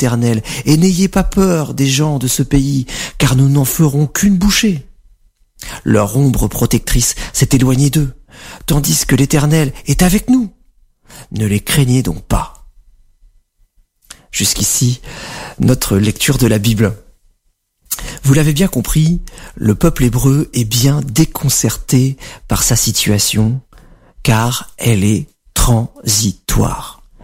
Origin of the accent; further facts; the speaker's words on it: France; En tant que Français, râleurs professionnels et champions des antidépresseurs, nous ne pouvons pas le nier.